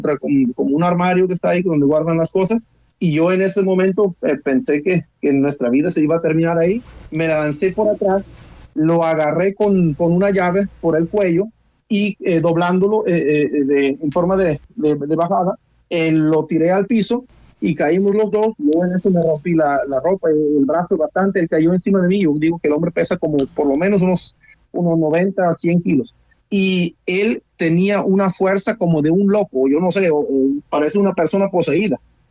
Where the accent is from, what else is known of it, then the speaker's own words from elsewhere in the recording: Germany; Spanish is a second language; moved away as an adult; now in Colombia; Yo soy alemán, mi papá es italiano, pero lleva todo su vida en Alemania